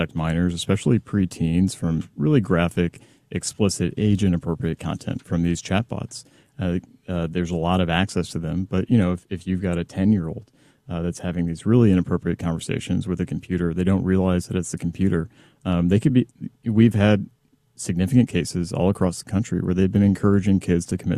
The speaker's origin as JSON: {"language": "English", "region": "Kansas", "country": "United States", "tie": "born or raised there", "said": "And I grew up in Troop 284 at 91st and Nall, Holy Cross up 95th and Antioch."}